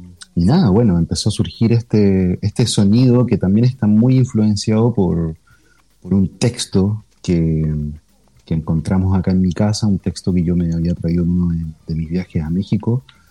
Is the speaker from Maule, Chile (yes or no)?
no; Melipilla, Santiago Metropolitan Region, Chile; yo soy del bosque de Melosilla, vivo acá en Melosilla, que es un sector muy pequeñito, que está entre Valparaíso y Casablanca.